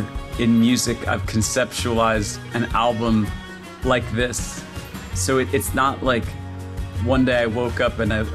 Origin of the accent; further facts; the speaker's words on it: Washington, District of Columbia, United States; born there; I was born in America. And actually, I was born in Washington, D.C., probably not far from where you guys are.